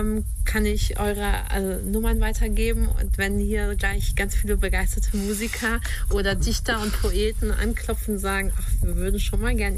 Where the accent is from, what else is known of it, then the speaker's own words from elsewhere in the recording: Dortmund, North Rhine-Westphalia, Germany; moved away; Ich als Dortmunderin, die quasi Kohle gegen Kohl getauscht hat